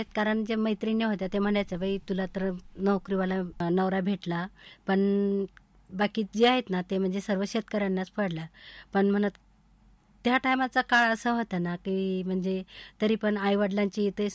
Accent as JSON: {"language": "Marathi", "area": "Akola district", "region": "Maharashtra", "country": "India", "tie": "born or raised there", "moved": "as an adult", "lives_now": "Ahilyanagar, India", "said": "मूळच्या आम्ही अकोल्याचेच आहे, म्हणजे मूळ गाव अकोला जिल्हा आहे आमचा, पण खेडगाव आहे बेलोरा म्हणून, बेलोरा बुजरुक। आणि सासर पण जेष्ठिक अकोल्यामध्येच येतो आणि तहसील बाळापूर म्हणून येतो, तिथं पण खेडगाव बटवाडी खुर्द आहे सासर।"}